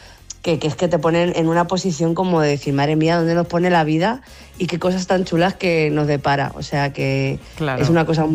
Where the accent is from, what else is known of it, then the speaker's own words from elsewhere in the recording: Castilla-La Mancha, Spain; Efectivamente, igual que el tuyo, yo en mi pueblo de Castilla-La Mancha, con ese helado de corte, que era de tres sabores